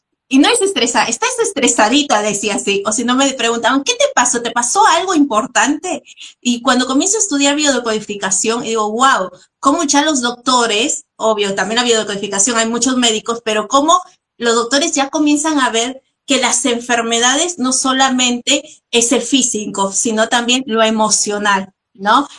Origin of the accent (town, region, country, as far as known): Peru